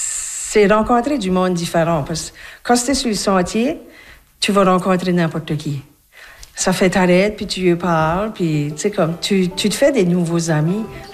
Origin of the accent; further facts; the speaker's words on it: Rogersville, New Brunswick, Canada; j'ai 57 ans, puis je vis à Rogersville, j'ai toujours vécu à Rogersville